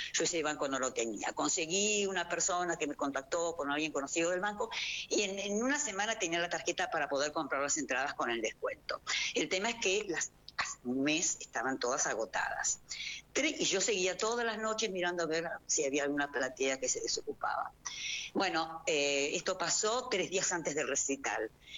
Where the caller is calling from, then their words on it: Lomas de Zamora, Buenos Aires Province, Argentina; Yo vivo en Lomas de Zamora